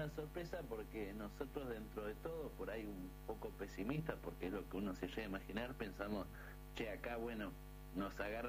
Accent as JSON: {"language": "Spanish", "town": "Mar del Plata", "region": "Buenos Aires Province", "country": "Argentina", "said": "pensar que somos dos chicos de Mar del Plata de 20 años que lo inventamos en un garage."}